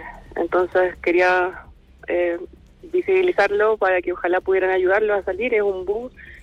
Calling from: Santiago, Santiago Metropolitan Region, Chile; yo estoy en Santiago

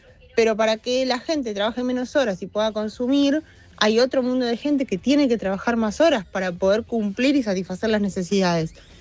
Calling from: San Justo, Buenos Aires Province, Argentina; de San Justo.

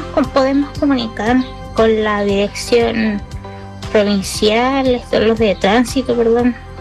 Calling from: Biobío, Chile; Yo soy de Galilea, vivo entre Monasterio y Compañía de María.

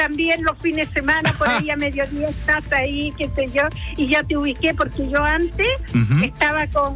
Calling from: Coquimbo, Chile; Yo soy de La Herradura. En La Herradura estoy como a 3 minutos en la playa.

